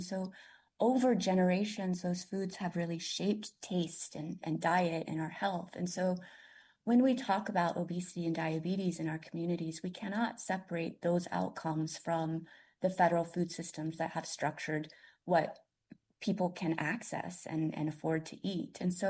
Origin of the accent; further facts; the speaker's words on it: Tulsa, Oklahoma, United States; So I grew up in Tulsa, and, you know, we lived outside of the reservation boundaries, so we weren't eligible for commodity foods.